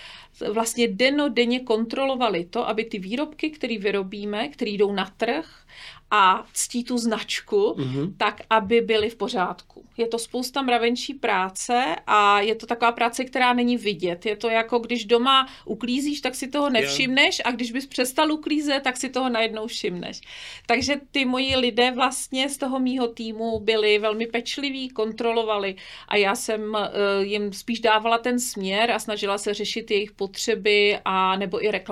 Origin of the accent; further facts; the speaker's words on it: Studená, South Bohemian Region, Czechia; Tak já jsem Jihočeška, já pocházím ze Studené, což je u Jindřichova Hradce.